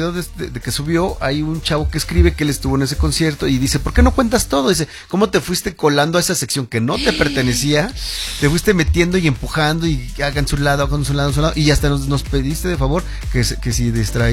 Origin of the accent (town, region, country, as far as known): Mexico